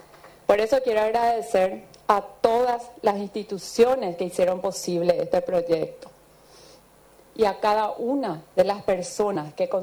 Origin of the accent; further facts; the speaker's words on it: Paraguay; Como madre paraguaya, les agradezco de corazón.